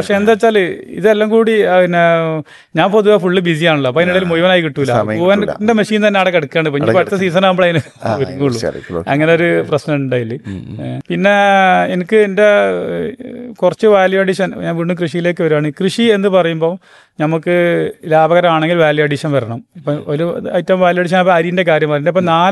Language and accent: Malayalam; Kerala, India; നമ്മളീ മലബാർ മേഖല